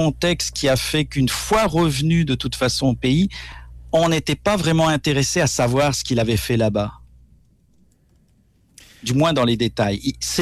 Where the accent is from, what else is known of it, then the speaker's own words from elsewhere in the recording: France; born there; moved away; je suis français d'origine, donc j'ai pas mal baigné là-dedans plutôt.